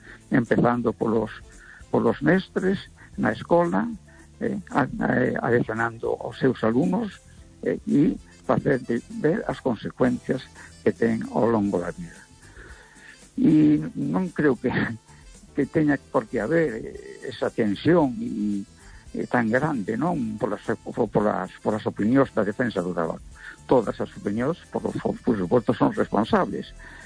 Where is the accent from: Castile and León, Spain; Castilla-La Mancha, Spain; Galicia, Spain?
Galicia, Spain; A Coruña; Vamos a ver … de Coruña.